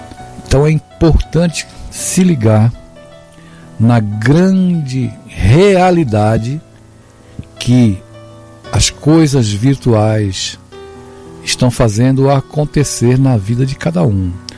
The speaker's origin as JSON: {"language": "Portuguese", "town": "São Vicente", "region": "São Paulo", "country": "Brazil", "tie": "born or raised there", "said": "São Vicente foi a cidade onde eu passei a minha adolescência e a minha infância, onde eu fui criado praticamente."}